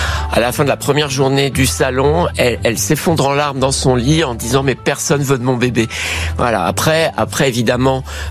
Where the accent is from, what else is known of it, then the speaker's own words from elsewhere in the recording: Lyon, Auvergne-Rhône-Alpes, France; moi je suis lyonnais